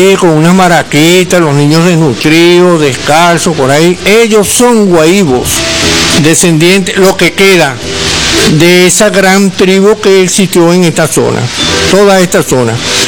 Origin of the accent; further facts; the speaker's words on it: Venezuela; como el venezolano por naturaleza no somos racistas, bueno, se casaron colombianos con portugueses y ta, ta, ta, y esta es la raza que nosotros tenemos.